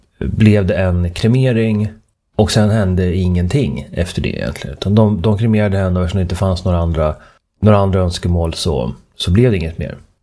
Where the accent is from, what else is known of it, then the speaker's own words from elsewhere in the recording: Uppsala, Uppsala County, Sweden; när jag växte upp i Uppsala.